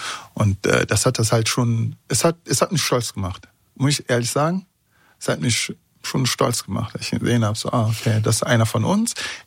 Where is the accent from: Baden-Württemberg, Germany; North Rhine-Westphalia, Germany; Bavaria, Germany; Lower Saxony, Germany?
North Rhine-Westphalia, Germany; Bonn; aber auch dann als Zaungast und als Bonner und dann heißt es, da war was und die haben das und das gesagt